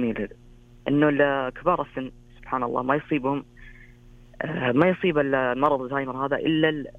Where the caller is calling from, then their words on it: Taif, Makkah Province, Saudi Arabia; من الطائف.